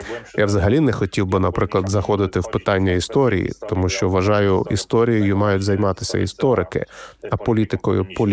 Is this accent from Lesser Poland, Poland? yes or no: yes; Kraków, Lesser Poland, Poland; Я народився у Кракові, я корінний краків'янин з діда-прадіда, але лише тепер почав по-справжньому пізнавати це місто.